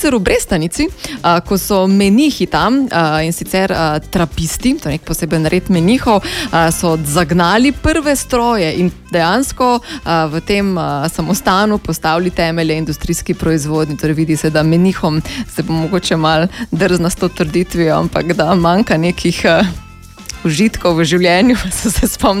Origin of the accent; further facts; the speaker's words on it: Styria, Slovenia; Štajerci smo zaslužni, da imamo danes čokolado.